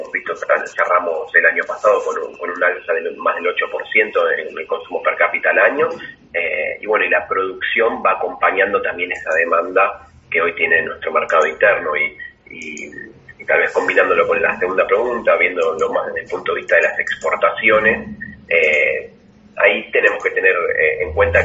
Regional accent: Argentina; nosotros, que en Argentina

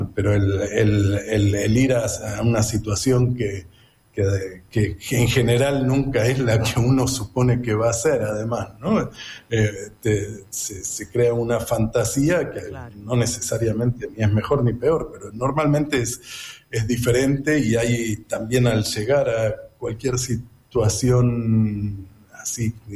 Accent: Argentina; born there; moved away; also born or lived in Nicaragua; nací en Argentina, en el 90 me mudé a Centroamérica, Nicaragua

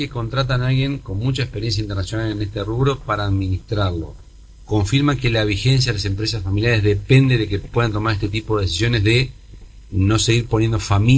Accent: Uruguay

